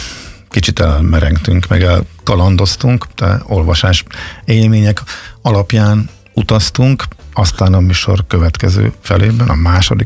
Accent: Zalaegerszeg, Zala, Hungary; a Zalaegerszegen nőttem föl

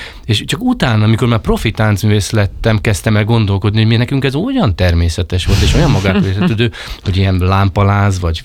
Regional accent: Veszprém County, Hungary; Hát én egy Balaton felvidéki kis faluba nőttem föl. Hát 14 éves koromig

